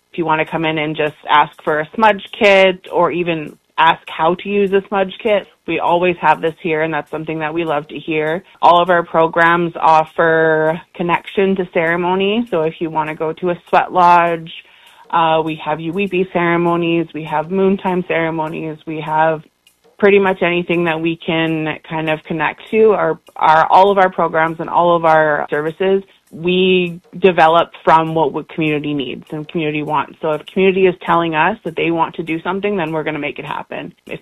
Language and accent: English; Alberta, Canada; now in Surrey, Canada; I am from the Beganee Nation in Southern Alberta.